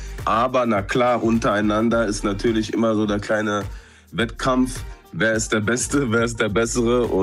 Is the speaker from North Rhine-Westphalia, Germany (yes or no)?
no; Hanau, Hesse, Germany; wir sind alle drei hier zusammen aufgewachsen in Hanau. Wir haben gar nicht so große Altersunterschiede. Ja, der Älteste ist 97er Baujahr, der andere 98er. Und dann komme ich zum Schluss mit 2001.